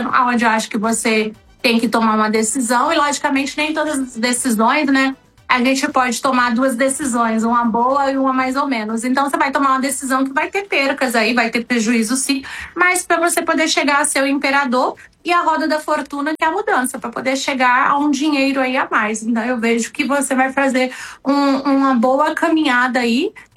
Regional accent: Brasília, Federal District, Brazil; born there; now in Balneário Camboriú, Brazil; Eu nasci em Brasília, tá? Fui morar em Santa Catarina, Balneário Camboriú. Tem 14 anos que moro lá.

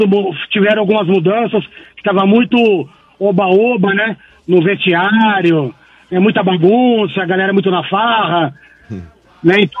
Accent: São Paulo, Brazil; also born or lived in Rio de Janeiro; Eu nasci lá no Rio e vim pra cá pequenininho, entendeu? Mas eu sempre, lógico, eu nasci no Rio, sou carioca, mas eu moro em São Paulo desde pequeno.

